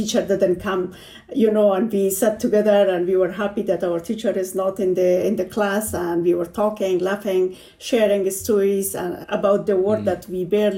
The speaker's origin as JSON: {"language": "English", "region": "Kabul", "country": "Afghanistan", "tie": "born or raised there", "said": "I was born in Kabul city and I lived in different parts of the city, mainly in Chardanau and also in Makrorayan later."}